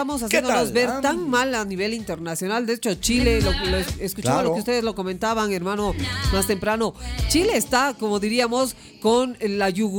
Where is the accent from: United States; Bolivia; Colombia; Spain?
Bolivia; Somos bolivianos